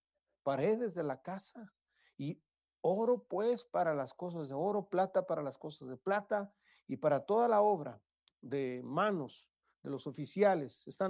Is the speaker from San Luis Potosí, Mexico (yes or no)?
no; Monterrey, Nuevo León, Mexico; Somos regios